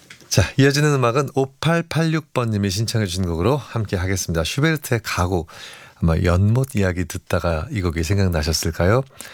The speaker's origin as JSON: {"language": "Korean", "region": "Seoul", "country": "South Korea", "tie": "born or raised there", "said": "제가 청담동에서 자랐는데요."}